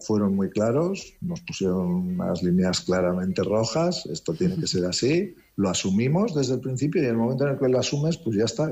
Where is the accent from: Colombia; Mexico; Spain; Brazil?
Spain; San Sebastián, Basque Country; pues soy ciudadano de San Sebastián y también soy turista.